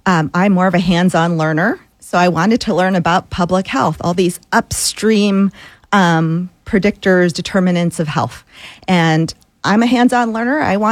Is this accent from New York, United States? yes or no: no; Fairfield, California, United States; also born or lived in Philippines; So I was born in the Philippines. I came to California as a child. I was 8. Grew up mostly in Northern California, Fairfield, right outside of Napa Valley.